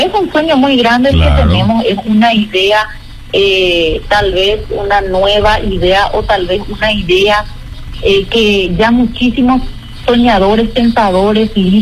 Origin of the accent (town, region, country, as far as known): Paraguay